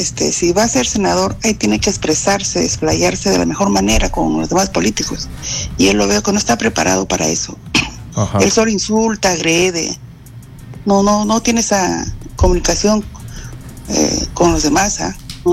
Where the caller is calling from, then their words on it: Ventanilla, Callao, Peru; Ventanilla.